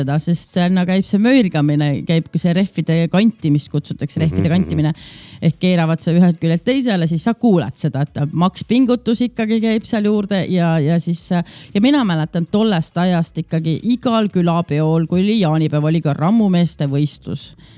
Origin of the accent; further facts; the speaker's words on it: Kõrveküla, Tartu County, Estonia; mina kasvasin üles Kõrvekülas